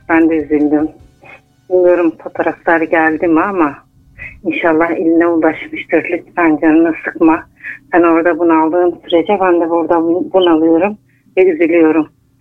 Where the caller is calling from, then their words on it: Istanbul, Turkey; İstanbul'dan arıyorum.